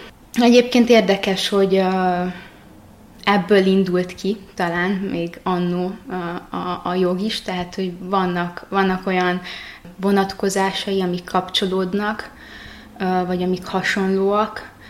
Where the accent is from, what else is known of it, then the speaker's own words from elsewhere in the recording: Baraolt, Covasna, Romania; Én Székelyföldről érkeztem, egy kis városból, Baróta neve. Keresztény családban nőttem fel